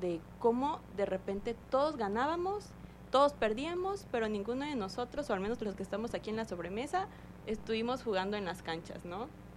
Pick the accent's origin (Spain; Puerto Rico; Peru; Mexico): Mexico; Tabasco; y entonces yo soy tabasqueño, y entonces orgullosos de ser tabasqueños